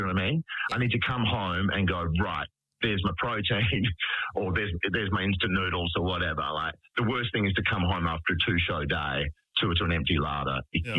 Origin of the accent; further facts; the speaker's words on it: Perth, Western Australia, Australia; growing up in Perth.